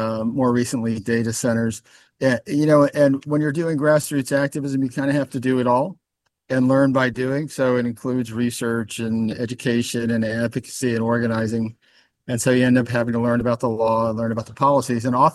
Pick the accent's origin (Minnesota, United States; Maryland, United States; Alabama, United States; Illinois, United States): Maryland, United States; Montgomery County; moved away as an adult; now in Prince George's County, United States; I've lived off and on in Prince George's. I grew up in Montgomery County. I did a lot of environmental work there